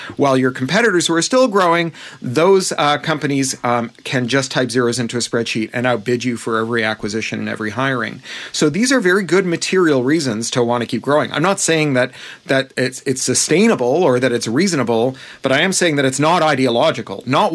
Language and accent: English; Toronto, Ontario, Canada; I grew up in Toronto. Like all the best Americans, I'm Canadian.